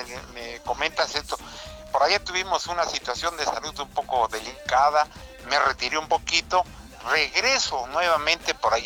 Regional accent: Tlaxiaco, Oaxaca, Mexico; moved away; muchos tlaxiaqueños estaremos presentes allá aplaudiéndoles, y cómo no, diciendo, soy de Tlaxiaco, que es lo más importante para todos los que salimos de nuestra tierra y que radicamos ya en otro lugar, Héctor.

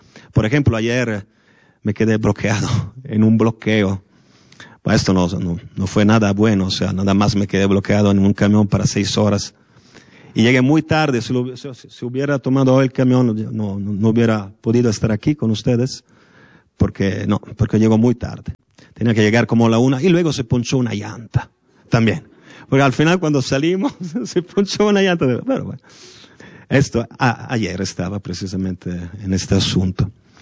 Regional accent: Italy; Spanish is a second language; moved away as an adult; now in Mexico; Si yo lo digo que soy italiano

